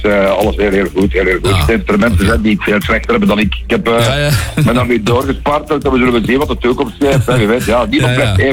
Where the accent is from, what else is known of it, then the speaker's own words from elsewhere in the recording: Lubbeek, Flanders, Belgium; moved away; also born or lived in Tielt-Winge; Ik woon dus sinds 6 maanden terug in Lübeck.